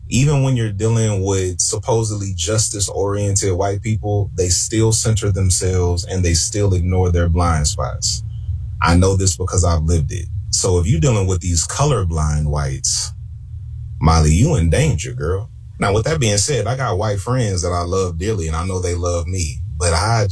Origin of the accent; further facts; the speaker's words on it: San Diego, California, United States; also born or lived in Oakland, California; I was born in Oakland, California, in a racially diverse neighborhood, a black school, black church, and black little leagues. And I loved it. And then at 10 years old, my parents moved on up in the world. We moved to San Diego, California